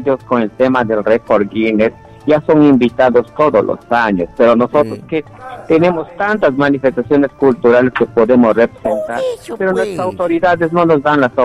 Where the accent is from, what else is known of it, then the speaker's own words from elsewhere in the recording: Peru; somos peruanos